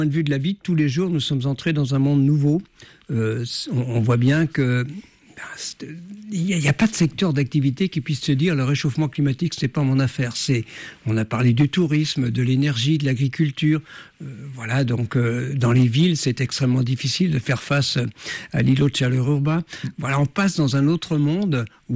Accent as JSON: {"language": "French", "region": "Brittany", "country": "France", "said": "je suis breton d'origine"}